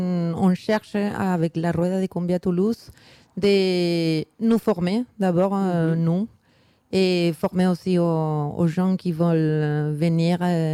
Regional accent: Bogotá, Bogotá Capital District, Colombia; moi je suis de Bogota

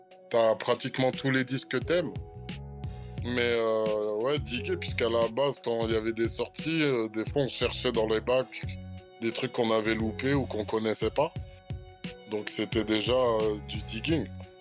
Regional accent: Blanc-Mesnil, Île-de-France, France; Moi, j'étais de Blanc-Ménil, mais les autres, il y en avait de Bagneux, d'Antony

